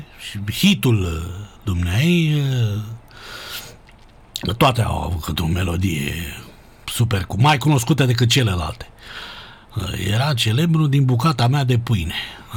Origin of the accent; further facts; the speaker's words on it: Găiești, Dâmbovița, Romania; born there; moved away as an adult; also born or lived in Târgoviște; now in Bucharest, Romania; M-am născut eu, m-am venit de la Târgoviște, la Găiești